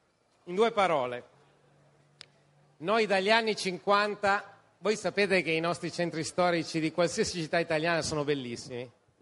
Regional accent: Turin, Piedmont, Italy; io sono di Torino

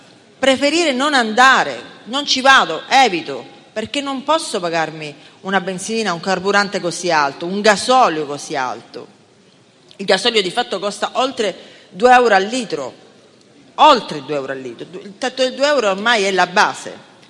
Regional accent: Sicily, Italy; Io sono un'isolana, sono siciliana

